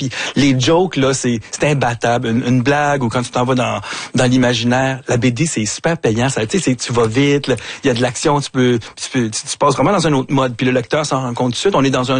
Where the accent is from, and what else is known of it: Montreal, Quebec, Canada; born or raised there